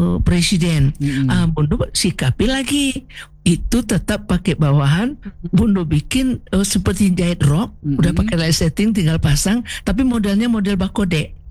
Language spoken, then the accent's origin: Indonesian; West Sumatra, Indonesia